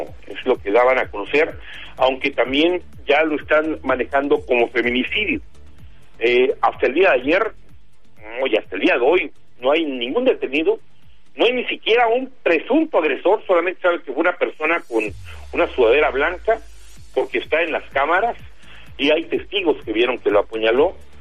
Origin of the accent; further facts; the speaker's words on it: Mexico; sí me dolió como mexicano